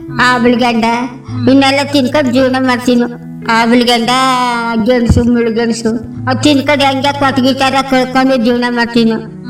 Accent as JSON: {"language": "Kannada", "region": "Karnataka", "country": "India", "tie": "born there", "moved": "as an adult", "lives_now": "Devalapura Hadi, Sargur taluk, India", "said": "ನಾವು ಹುಟ್ಟಿದ್ದು ನಾಣಪುರ, ಬೆಳ್ಳೂರುಂಡಿ ಅಂತ ನಾಣಪುರ ಕುರುಬ್ರಾಡಿ. ನಾ ಅಲ್ಲಿಂದ ಇಲ್ಲಿ ಮದುವಾದಿ."}